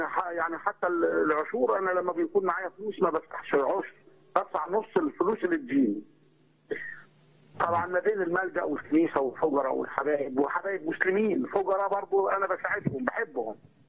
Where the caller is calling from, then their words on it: Minya, Minya Governorate, Egypt; حضرتك من المنيا.